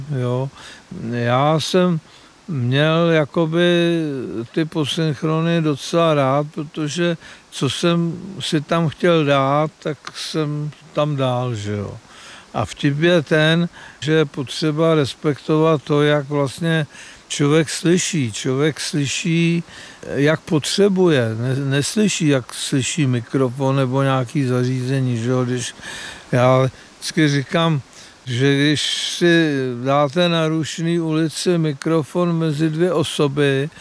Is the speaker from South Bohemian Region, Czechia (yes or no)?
yes; Strakonice, South Bohemian Region, Czechia; Já jsem se narodil ve Strakonicích, tam byly dvě kina, Kino Svět a Kino Oko.